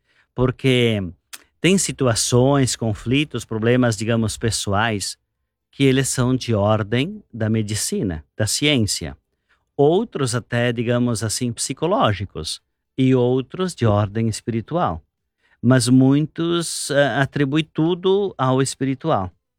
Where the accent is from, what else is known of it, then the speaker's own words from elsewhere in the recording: São Jorge, Rio Grande do Sul, Brazil; quando eu era criança, em São Jorge, lugar pequeno, uma vez por ano o padre passava a dar as bênçãos nas casas.